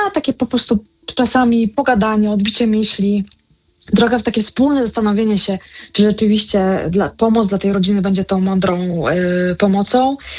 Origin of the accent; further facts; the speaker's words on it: Kraków, Lesser Poland, Poland; ja jestem z Krakowa i mogłoby się wydawać, że Kraków to jest takie, z pewnością jedno z zamożniejszych miast